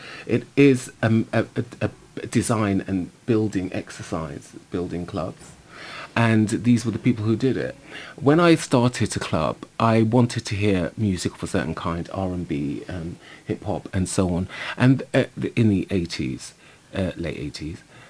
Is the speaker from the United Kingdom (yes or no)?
yes; London, United Kingdom; I mean, I'm a Londoner. I've lived in King's Cross for many, many years